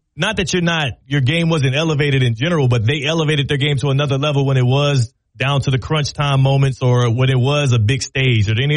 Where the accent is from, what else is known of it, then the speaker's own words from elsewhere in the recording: Houston, Texas, United States; I'm from Houston.